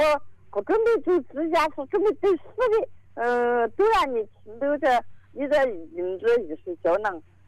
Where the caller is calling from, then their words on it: Jingmen, Hubei, China; 我是金门市东宝区石桥一村的人。